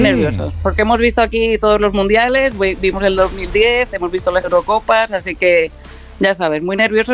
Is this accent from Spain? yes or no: yes; Madrid, Community of Madrid, Spain; now in Puerto Rico; Yo soy medio puertorriqueña, pero ¿sí? criada en Madrid y española, y entonces me casé con un puertorriqueño y aquí estamos.